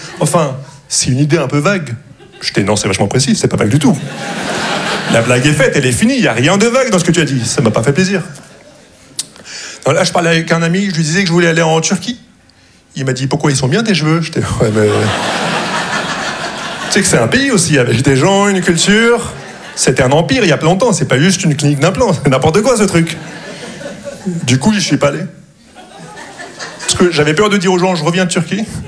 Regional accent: Morocco; Je vois que quand je leur dis que je suis marocain, ils sont déçus.

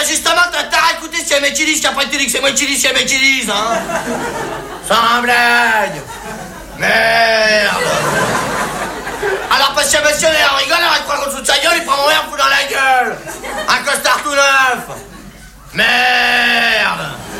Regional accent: France; Ouais, bah, je suis bien placé, hein, je suis français.

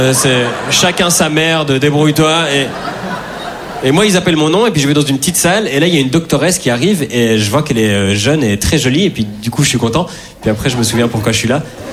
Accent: Switzerland; C'est pas parce que je suis suisse que je peux pas avoir froid, quoi.

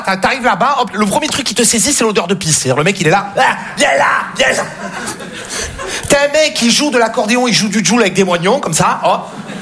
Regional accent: Marseille, Provence-Alpes-Côte d'Azur, France; j'ai grandi à Marseille. Je sais pas s'il y a des gens qui connaissent Marseille.

